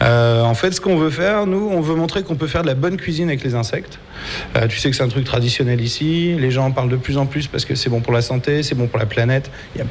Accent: France; c'est un excellent chef, il est cambodgien, et nous on est français.

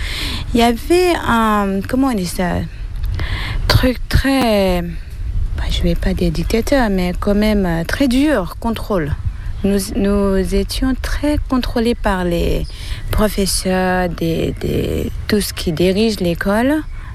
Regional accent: Tibet, China; French is a second language; also born or lived in India; now in France; moi j'habite en France, je essaye avec les autres Tibétains d'informer les Français, la situation du Tibet actuelle.

